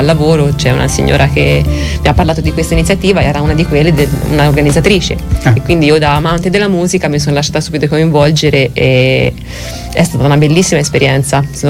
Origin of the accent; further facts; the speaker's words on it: Montepulciano, Tuscany, Italy; Vengo da originaria a Montepulciano, abito nell'Aretino da diversi anni ormai.